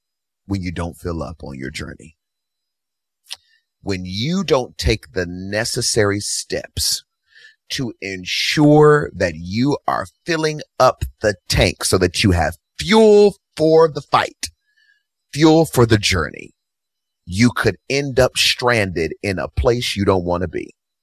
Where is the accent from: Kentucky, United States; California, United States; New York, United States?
Kentucky, United States; I'm a Southern guy, born and raised in Kentucky. That's just how I am.